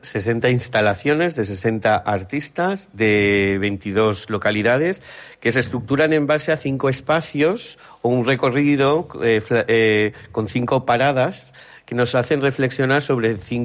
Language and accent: Spanish; Algemesí, Valencian Community, Spain; Yo soy de Algemesí, viví la del 82, luego creo que la del 87 y ahora esta.